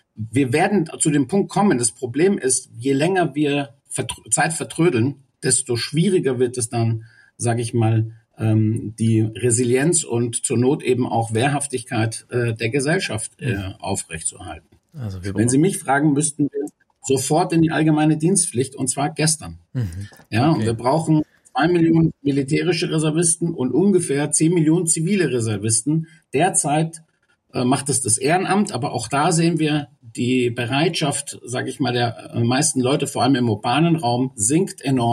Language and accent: German; Munich, Bavaria, Germany; Ich bin ein in München geborener Grieche, habe die deutsche Schule absolviert und in München studiert. Ich bin Münchner Kindl, lediglich griechischer Staatsbürger.